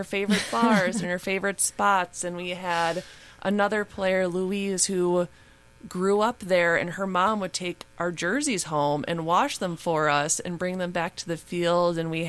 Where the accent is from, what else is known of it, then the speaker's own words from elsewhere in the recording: Ireland; And we had Emer there as another Irish coach, and so it was great to have all these players that we're all family, but then to have that support willing to come to Ireland and support us